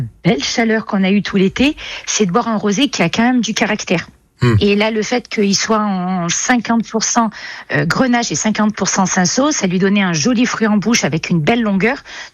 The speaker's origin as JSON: {"language": "French", "region": "Rhône Valley", "country": "France", "said": "chez nous en Vallée du Rhône"}